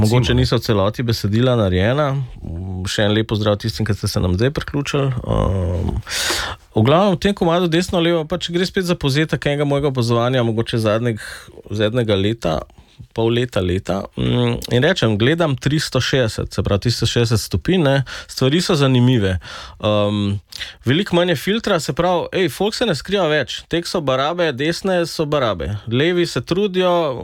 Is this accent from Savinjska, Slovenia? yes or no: no; Kranj, Upper Carniola, Slovenia; Pač zdaj le jaz prihajam iz Kranja